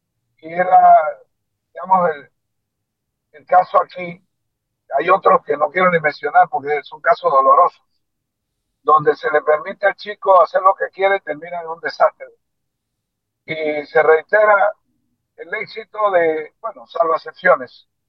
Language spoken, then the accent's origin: Spanish; Volcán, Chiriquí, Panama; allá en mi pueblo